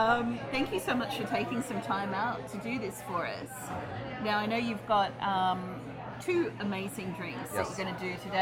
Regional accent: Australia; I'm from Australia and we have a lot of lamb there.

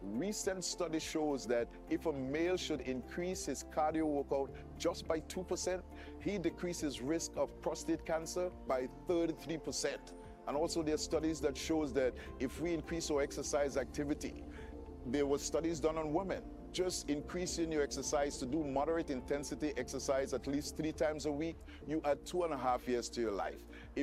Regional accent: Tobago, Trinidad & Tobago; born there; I was born in Tobago, and really I was passionate about becoming a medical missionary.

